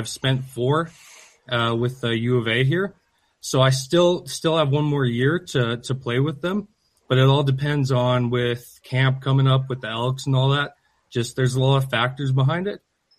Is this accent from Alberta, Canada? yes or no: yes; Grande Prairie, Alberta, Canada; I'm originally from Grand Prairie.